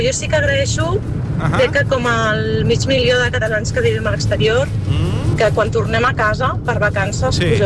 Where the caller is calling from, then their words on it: Switzerland; de Suïssa.